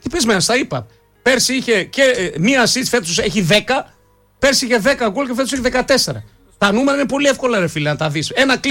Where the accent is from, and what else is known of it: Greece